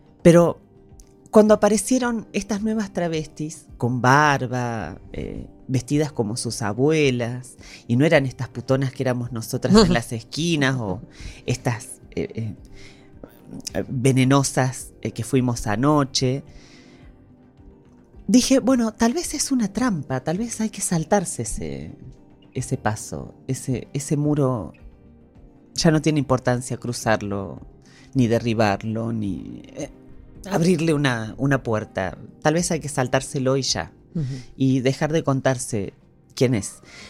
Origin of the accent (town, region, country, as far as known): Argentina